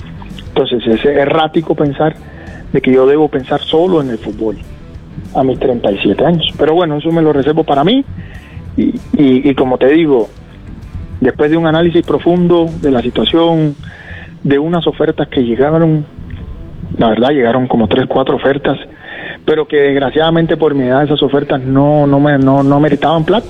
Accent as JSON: {"language": "Spanish", "country": "Cuba", "moved": "as an adult", "lives_now": "Costa Rica", "said": "Yo vengo humildemente de Cuba, de que la cosa fuera muy difícil"}